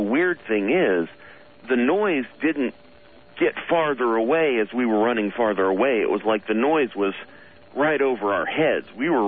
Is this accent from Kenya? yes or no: no; Alabama, United States; now in Seattle, United States; I grew up in Alabama, about good hour and a half drive outside of my hometown.